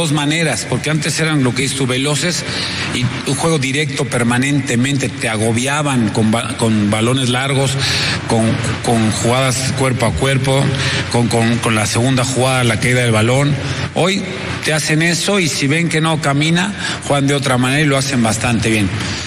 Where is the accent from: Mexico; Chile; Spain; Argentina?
Mexico; somos 11 mexicanos que tenemos que hacer gol allá